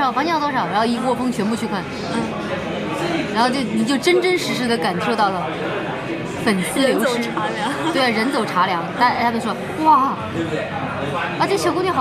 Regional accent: Chongqing, China; 重庆人很多儿化音。我们吃火锅，我们不叫火锅，我们叫火锅儿

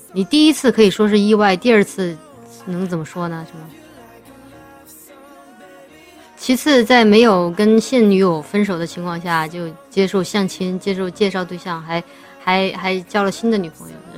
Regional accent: Chongqing, China; 我们家乡

